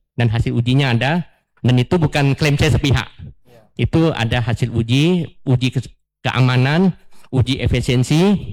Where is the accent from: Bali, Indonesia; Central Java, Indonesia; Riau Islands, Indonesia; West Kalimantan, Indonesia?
West Kalimantan, Indonesia; Ini kan daerah saya. Jadi masa di luar Kalimantan sudah banyak kan. Kita bantu daerah sendiri